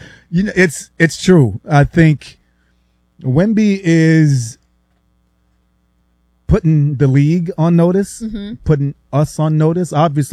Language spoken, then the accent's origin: English; New York City, New York, United States; I'm a New Yorker, right? I've been there. I've walked those streets.